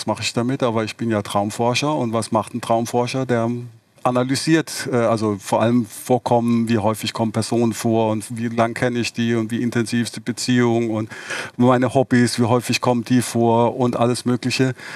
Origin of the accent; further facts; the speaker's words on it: Baden-Württemberg, Germany; ich bin ja im Raum Heidelberg aufgewachsen und habe in Karlsruhe Elektrotechnik studiert und in Mannheim Psychologie